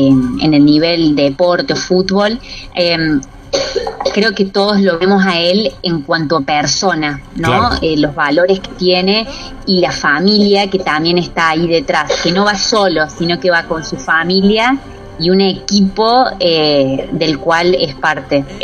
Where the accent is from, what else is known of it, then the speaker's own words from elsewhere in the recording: Argentina; pocas cosas nos unen como argentinos